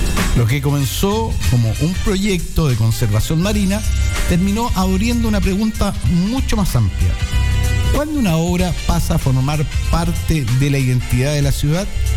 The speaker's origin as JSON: {"language": "Spanish", "country": "Chile"}